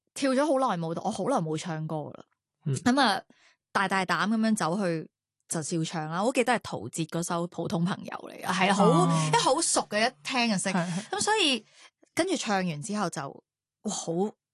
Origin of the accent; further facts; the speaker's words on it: Canada; now in Hong Kong; 其实我细个喺加拿大嘅时候系歌唱比赛出身啦，然之后已经喺本地嘅一啲电视台做主持。